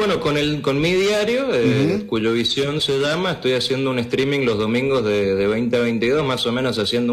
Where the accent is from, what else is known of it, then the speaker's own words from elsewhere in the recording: San Juan, Argentina; born there; Sanjuanino, hijo de padres cordobeses, mi vieja se vino de chica a San Juan y mi papá se vino a trabajar acá hace 30 años y bueno, ahí se conocieron